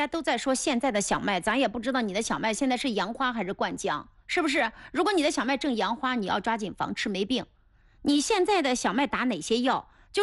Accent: Anhui, China; 咱们安徽

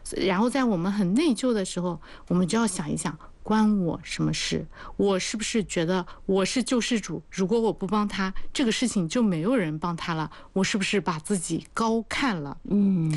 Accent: China

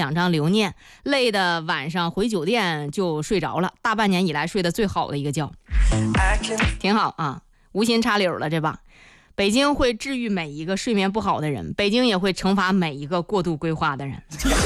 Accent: Zhengding, Hebei, China; 因为我的老家是在正定古城，

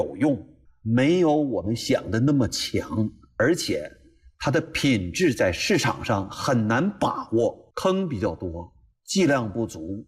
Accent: China; 我们中国人

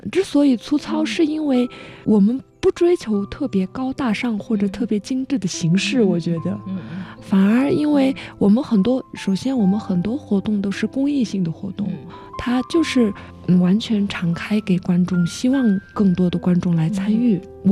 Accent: Lhasa, Tibet, China; 我觉得我们拉萨人还是很好

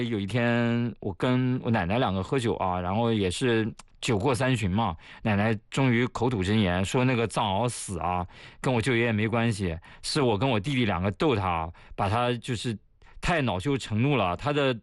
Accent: Shanxi, China; born there; moved away; 我那次回山西老家

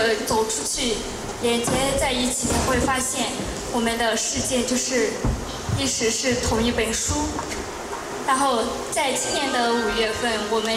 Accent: Laos; Chinese is a second language; now in Guiyang, China; ，现在是贵州理工学院国际教育学院的一名留学生。

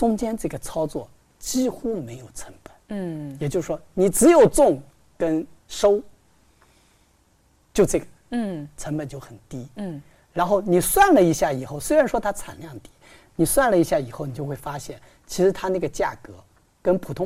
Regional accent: Zhejiang, China; 我浙江的。

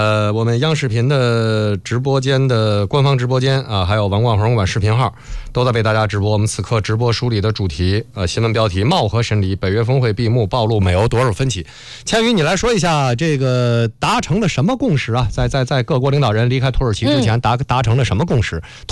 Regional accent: China; 我们中国人

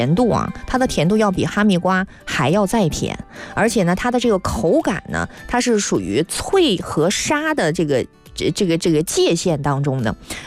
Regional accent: Gansu, China; 因为我本身是甘肃人嘛

